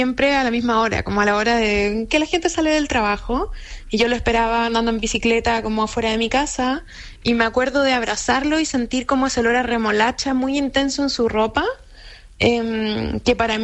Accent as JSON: {"language": "Spanish", "town": "Chillán", "region": "Ñuble", "country": "Chile", "tie": "born or raised there", "said": "Yo crecí en Chillán, mi papá ya no vivía en la población de la IANSA"}